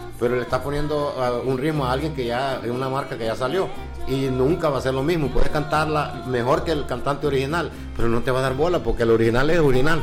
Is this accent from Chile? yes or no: no; Eastern El Salvador, El Salvador; Si tú has visto en Oriente, vamos a hablar de lo que es cerca de mi pueblo, de mi cantón.